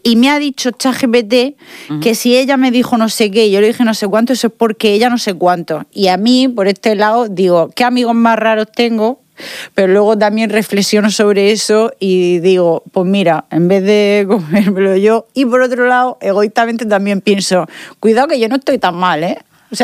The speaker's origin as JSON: {"language": "Spanish", "region": "Region of Murcia", "country": "Spain", "accent": "murciano", "said": "Yo, como murciana"}